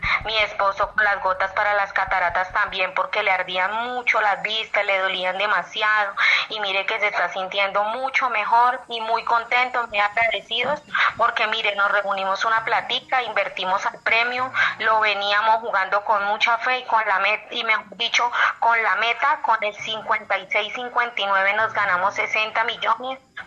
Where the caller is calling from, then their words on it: Chocontá, Cundinamarca, Colombia; Maestro, desde Acacho, Punta Cundinamarca.